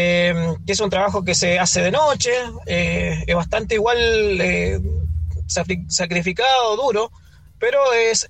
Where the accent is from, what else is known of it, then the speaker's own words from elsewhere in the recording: Argentina; now in Chile; defender también mi país, Argentina. Entonces, soy un argentino viviendo en Chile